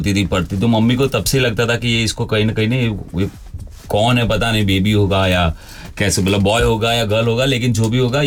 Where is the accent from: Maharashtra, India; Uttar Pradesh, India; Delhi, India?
Maharashtra, India; moved away; also born or lived in Gujarat; मैं हूँ एक्चुअली महाराष्ट्र